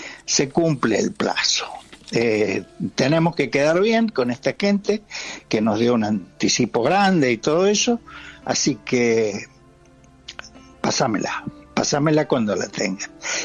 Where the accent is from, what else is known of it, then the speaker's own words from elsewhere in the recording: San Luis, Argentina; born there; now in Buenos Aires, Argentina; Yo nací en San Luis.